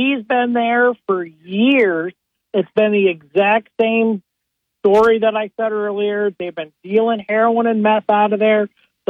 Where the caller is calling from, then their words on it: Binghamton, New York, United States; I'm calling from the south side of Binghamton. I live on Park Ave